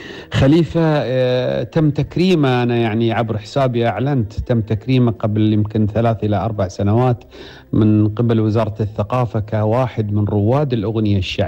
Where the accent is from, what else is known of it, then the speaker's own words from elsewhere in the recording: Qatar; أنا قطرية اللي تعرفوني